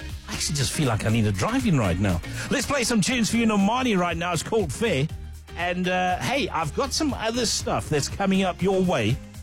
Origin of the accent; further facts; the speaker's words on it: South Africa; We are South African.